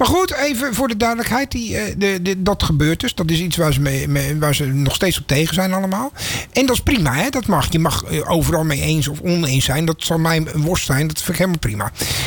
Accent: South Holland, Netherlands; ik heb je al verteld, ik kom van Goede Overvlak.

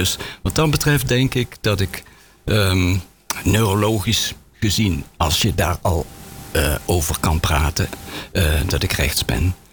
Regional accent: Limburg, Netherlands; Jungske zei … ik kom uit Zuid-Limburg, daar ben ik opgegroeid.

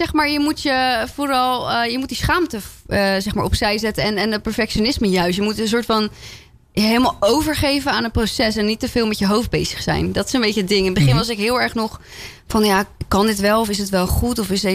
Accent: France; moved away; Nou ja, ik kom uit Frankrijk oorspronkelijk.

